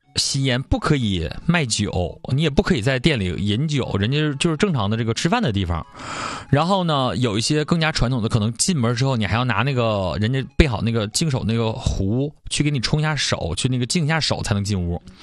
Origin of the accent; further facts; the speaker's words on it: Northeast China, China; 我觉得跟咱们东北完全不一样